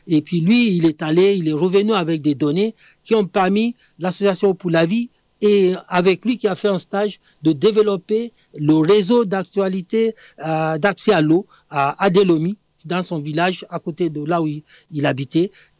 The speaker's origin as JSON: {"language": "French", "country": "Nigeria", "tie": "born or raised there", "moved": "yes", "lives_now": "Prades-le-Lez, France", "said": "Et moi, je suis originaire du Nigeria."}